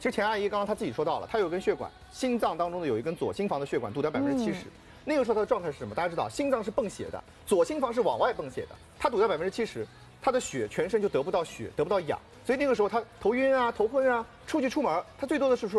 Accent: China; 咱们中国人

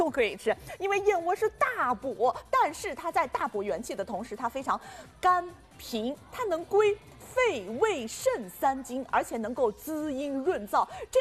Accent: China; 所以我们中国人就是哈，我们身边总是有这样的

